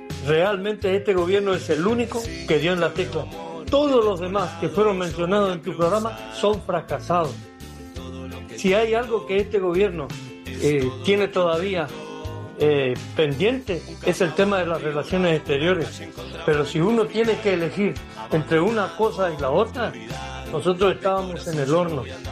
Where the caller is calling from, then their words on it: Corrientes, Argentina; de Corrientes.